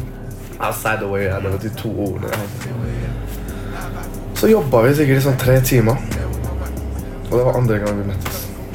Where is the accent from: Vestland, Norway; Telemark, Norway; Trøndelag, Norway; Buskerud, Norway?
Trøndelag, Norway; Trondheim; Jeg er fra Trondheim, brør. Jeg elsker Trondheim.